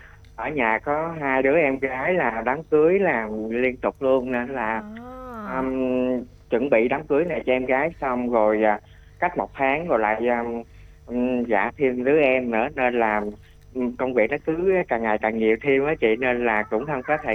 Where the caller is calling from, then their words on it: An Giang, Vietnam; đang gọi đến từ An Giang mới ạ.